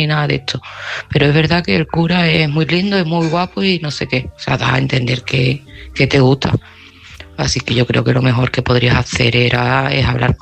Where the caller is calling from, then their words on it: Seville, Andalusia, Spain; de Sevilla